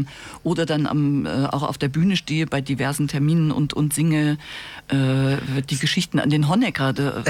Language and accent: German; East Germany, Germany